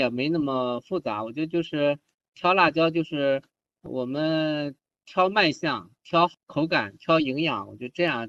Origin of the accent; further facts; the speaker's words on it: Shandong, China; 然后我是山东人，也吃不了特别辣的。